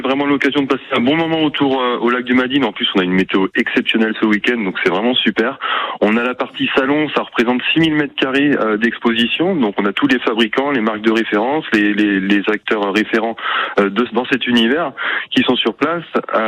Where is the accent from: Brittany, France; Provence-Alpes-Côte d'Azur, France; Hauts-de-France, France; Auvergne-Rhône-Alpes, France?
Brittany, France; Je suis breton moi, donc ça me fait pas peur.